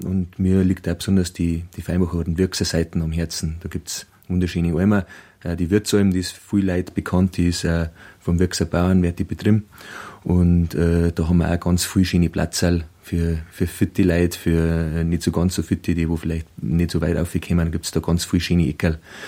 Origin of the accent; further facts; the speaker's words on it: Bavaria, Germany; Persönlich bin ich direkt an die Berg aufgewachsen. Meine Familie hat auch eine Alm in die Berg, die Schlossalm.